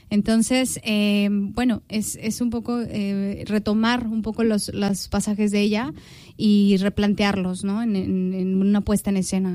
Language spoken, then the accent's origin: Spanish; Mexico; moved away as an adult; now in Madrid, Spain; Yo soy de México, pero vivo en Madrid desde hace ya 12 años